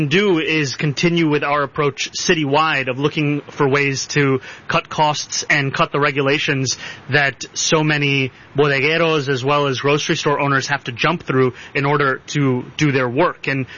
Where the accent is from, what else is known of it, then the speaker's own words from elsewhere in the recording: New York City, New York, United States; Some of my favorite memories as a kid growing up in New York City are going to the qualifiers for free before the Open began.